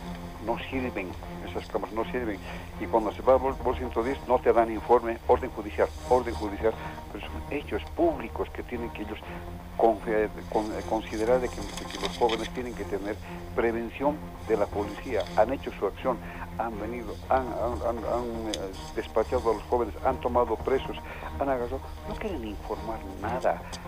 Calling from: Bolivia; en mi país, en Bolivia

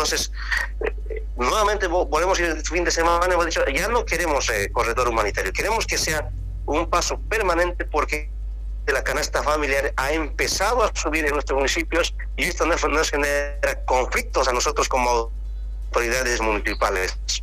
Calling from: Guanay, La Paz, Bolivia

